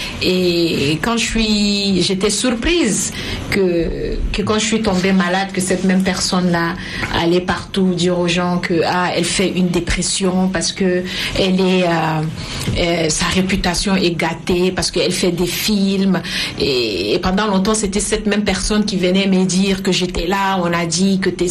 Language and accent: French; Chad; also born or lived in United States / Senegal; now in France; j'ai vécu 13 années de ma vie à l'extérieur du Tchad, dont 9 années aux États-Unis, et quand je suis rentrée